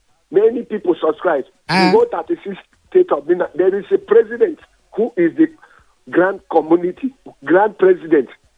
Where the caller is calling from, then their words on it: Ikorodu, Lagos, Nigeria; I'm calling from Imota Ikorodu.